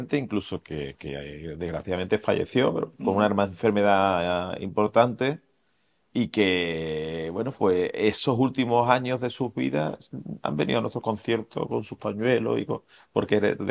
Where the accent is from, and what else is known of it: Andalusia, Spain